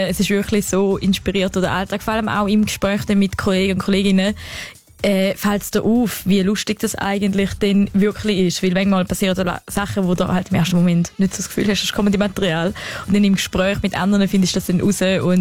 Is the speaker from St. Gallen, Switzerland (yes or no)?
no; Appenzell Ausserrhoden, Switzerland; ich komme ja aus dem Appenzell Ausserrhoden.